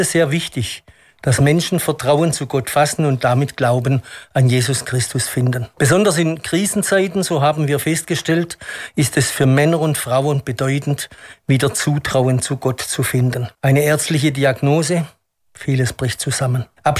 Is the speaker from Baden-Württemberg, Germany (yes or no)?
yes; Affalterbach, Baden-Württemberg, Germany; born there; moved away as an adult; now in Brachfeld, Sulz am Neckar, Germany; Ich stamme aus Affalterbach im Kreis Ludwigsburg.